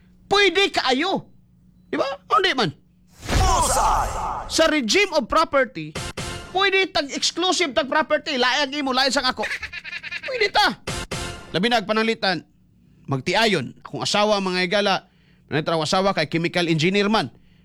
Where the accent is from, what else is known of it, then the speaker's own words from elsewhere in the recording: Davao, Davao Region, Philippines; Siya nga, taga-Dabaw ako, oh, pero hindi ko narinig yung huna sa subdivision, ha?